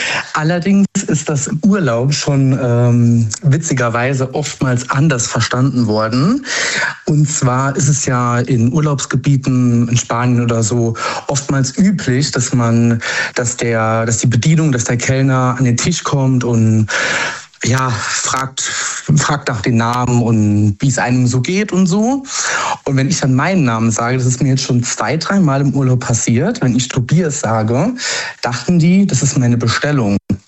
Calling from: Saarland, Germany; Aus der Nähe von Saarbrücken im Saarland.

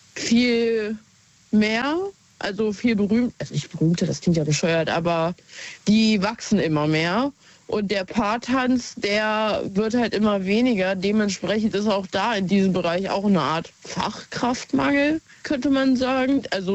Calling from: Hanover, Lower Saxony, Germany; Aus Hannover tatsächlich.

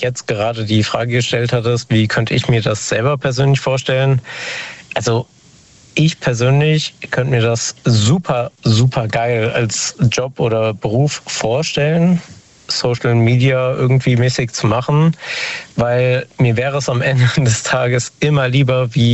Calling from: Montabaur, Rhineland-Palatinate, Germany; Aus der Ecke Hessen, aus Montabaur ungefähr.

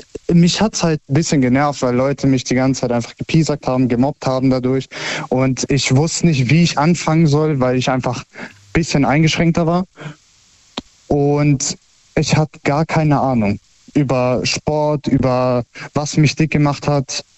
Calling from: Herzogenaurach, Bavaria, Germany; Aus Bayern, aus Herzogenaurach.

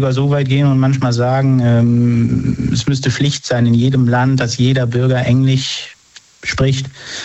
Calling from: Rhineland-Palatinate, Germany; Westerwald.

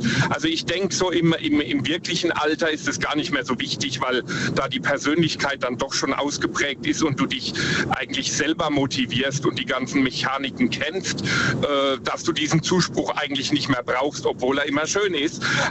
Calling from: Ruppertsberg, Rhineland-Palatinate, Germany; Ich komme aus der Ecke Rupertsberg.

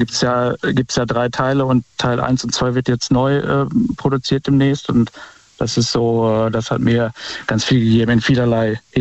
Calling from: Bad Wünnenberg, North Rhine-Westphalia, Germany

